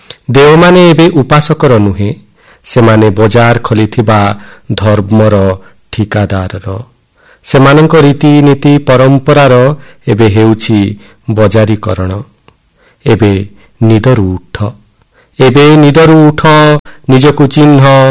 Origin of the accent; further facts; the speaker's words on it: Nabarangpur, Odisha, India; ମୁଁ ଆସିଛି କଣ୍ଟାମାଳ ନବରଙ୍ଗପୁରରୁ।